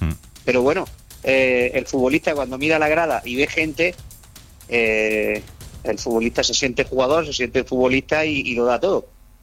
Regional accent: Úbeda, Andalusia, Spain; born there; Yo tengo muchas raíces con Úbeda, sí. Nací en Úbeda, sí. Tengo parte de la familia en Úbeda.

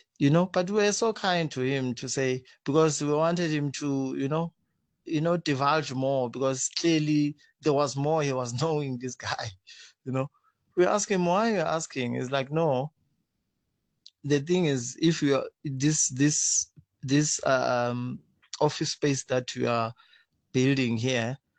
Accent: KwaZulu-Natal, South Africa; now in Limpopo, South Africa; I'm in Limpopo province, but originally I'm from KwaZulu-Natal, so I'm a business person.

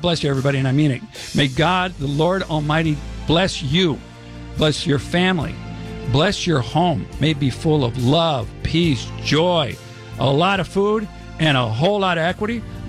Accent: San Fernando Valley, California, United States; I was brought up in the Valley.

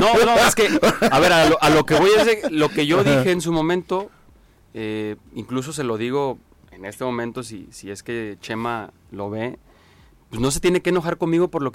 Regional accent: Villa de Álvarez, Colima, Mexico; somos de Villa de Álvarez

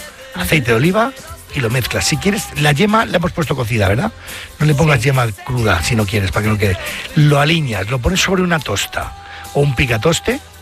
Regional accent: Venezuelan Andes, Venezuela; es que soy un gocho.

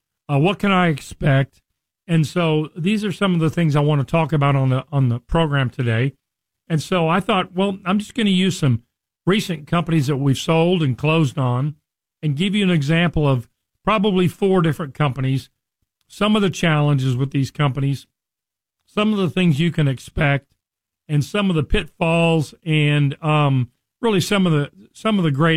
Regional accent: Richardson, Texas, United States; you know, I grew up here in North Texas. I grew up in Richardson.

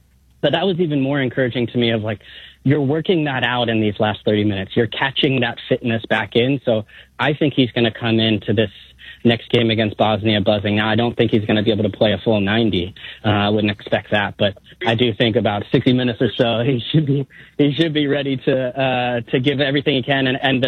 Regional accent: Bay Area, California, United States; now in Brooklyn, United States; I live here in Brooklyn. I'm from the Bay Area.

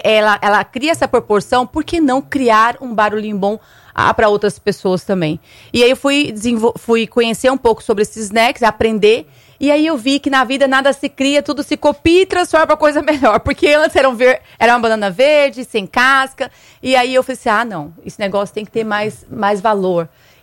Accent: Cuiabá, Mato Grosso, Brazil; now in Alagoas, Brazil; Nós somos de Cuiabá, Mato Grosso

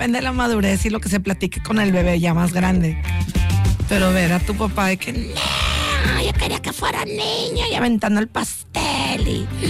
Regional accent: Mexico; así somos los mexicanos

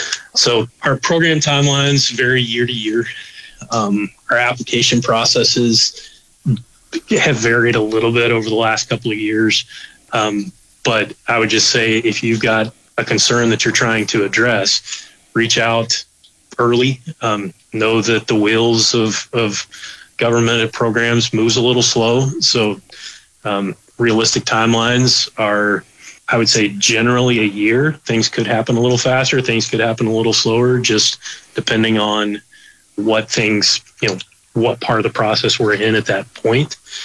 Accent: Texas, United States; moved away as an adult; now in Alaska, United States; I'm from Texas.

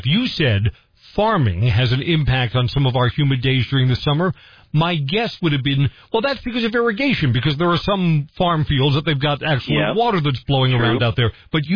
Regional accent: Northeast, United States; now in Wisconsin, United States; When I grew up in the Northeast, there were hot days in the summer that it was hot and humid.

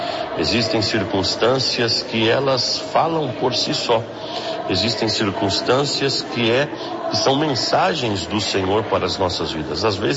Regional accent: São Paulo, Brazil; now in Curitiba, Brazil; tratando-se de um paulista como eu, sim, está um pouco baixa, 13, 12 graus, não é tão, é uma temperatura muito usual de onde eu vim.

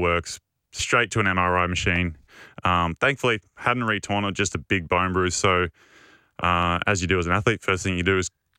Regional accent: Australia; Aussie, son.

